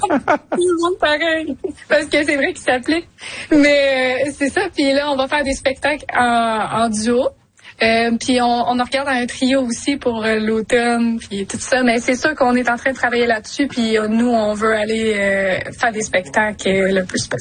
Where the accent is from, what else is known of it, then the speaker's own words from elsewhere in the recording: Quebec, Canada; Et moi, je suis québécoise, puis je veux mettre le Québec en valeur.